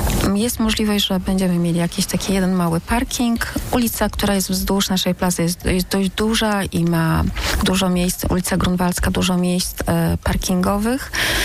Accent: Sopot, Pomeranian Voivodeship, Poland

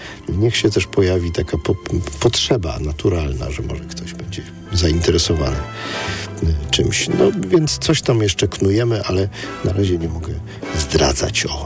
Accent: Kraków, Lesser Poland, Poland; ja przypomnę, że jestem z Krakowa

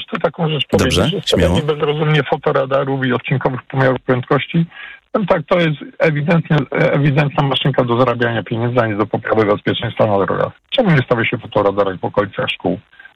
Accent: Kraków, Lesser Poland, Poland; Tutaj jest taka historia lokalnie, jestem z Krakowa

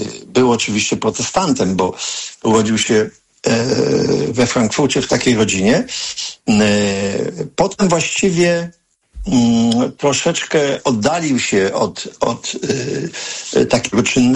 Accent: Sosnowiec, Silesian Voivodeship, Poland; born or raised there

